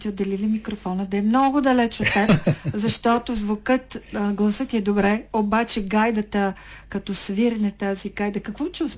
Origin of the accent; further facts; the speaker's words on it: Rhodope Mountains, Bulgaria; И аз като една родопчанка, ама така лобирам си, направо се лобирам с родопската музика